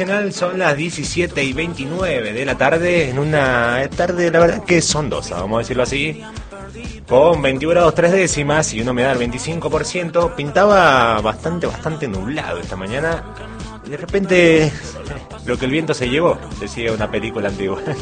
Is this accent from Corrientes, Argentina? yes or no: no; La Rioja, Argentina; así somos los riojanos